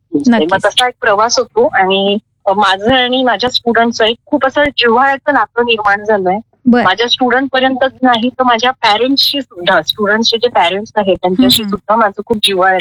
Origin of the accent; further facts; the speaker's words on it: Nashik, Maharashtra, India; मी नाशिकचंच आहे. माझं सासर आणि माही माझं दोघं पण नाशिकच आहे.